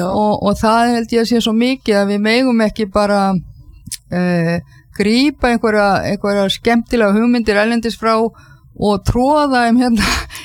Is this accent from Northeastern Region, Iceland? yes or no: yes; Kaupangur, Northeastern Region, Iceland; now in Reykjavík, Iceland; Já, ég fædd og uppalinn í Kaupangi, í Kaupangsveit sem núna Eyjafjarðarsveit, þannig ég bóndadóttir.